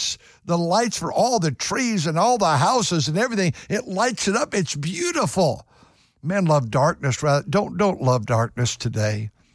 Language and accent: English; California, United States; I grew up here in California. We don't have lightning and thunder and all that.